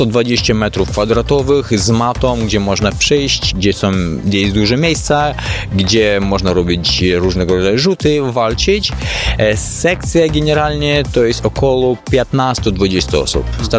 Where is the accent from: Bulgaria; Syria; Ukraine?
Ukraine; Polish is a second language; now in Kraków, Poland; Jesteśmy z Ukrainy, w Ukrainie to jest dość popularny sport